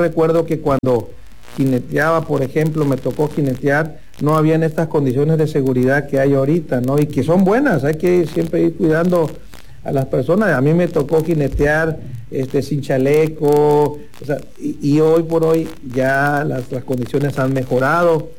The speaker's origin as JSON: {"language": "Spanish", "country": "Mexico", "said": "yo creo que es algo que nos identifica a todos los mexicanos"}